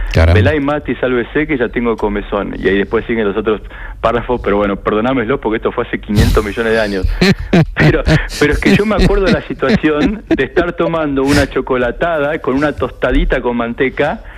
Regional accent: Buenos Aires, Argentina; moved away as an adult; also born or lived in Germany / United States; now in Barcelona, Spain; soy el chico que creció en Buenos Aires, el estudiante que estudió física en exactas y que después se fue a Alemania a hacer un doctorado y que después estuvo en Estados Unidos.

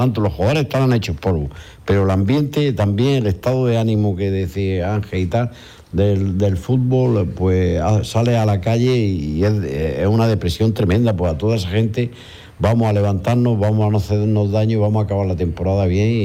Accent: Almería, Andalusia, Spain; el enemigo de la Almería y de su afición, ese pendular que tú dices, somos los almerienses, somos el propio equipo.

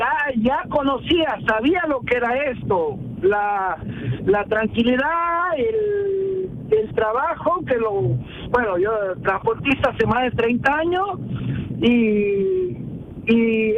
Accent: Argentina; now in Málaga, Spain; Yo soy argentino, soy.

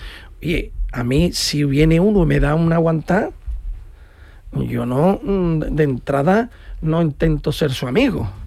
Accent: Spain; Yo como español no sé qué tengo que temer de Marruecos

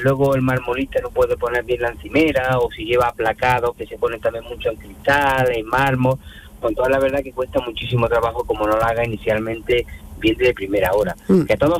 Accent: Granada, Andalusia, Spain; Somos de Granada.

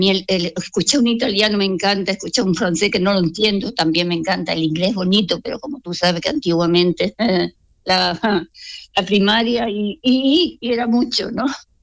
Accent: Tarifa, Andalusia, Spain; now in Hamburg, Germany; ya salí de Tarifa de los años 80

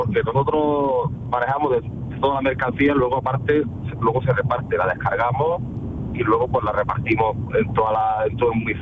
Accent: Granada, Andalusia, Spain; now in Vélez de Benaudalla, Spain; Pues yo soy de Granada y vivo en un pueblo pequeñito, que es Vélez de Benaudalla, y me desplazo hacia la capital, que es donde yo tengo el trabajo.

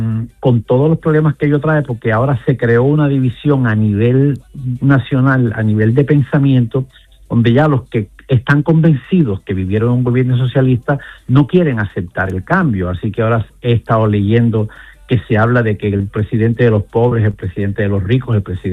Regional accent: Caribbean Region, Colombia; los que somos del lado del Caribe.

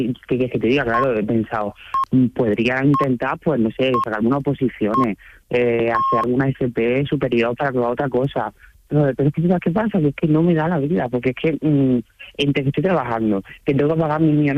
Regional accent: Córdoba, Andalusia, Spain; also born or lived in Seville / Granada; now in Málaga, Spain; Pues mira, yo soy nacido en Córdoba, entonces pues en mi ciudad evidentemente, en Sevilla, en Granada y en Málaga, que es donde estoy a día de hoy viviendo y trabajando.

